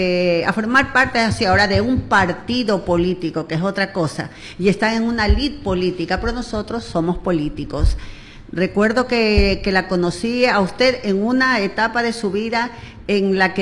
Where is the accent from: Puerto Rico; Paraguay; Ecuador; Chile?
Ecuador; Manabí; como somos las mujeres manabitas